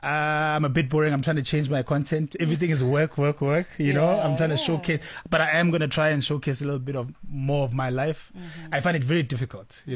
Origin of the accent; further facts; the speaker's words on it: Brayton, Mpumalanga, South Africa; I'm a kid from Brayton, Mpumalanga. I don't know anybody in Joburg.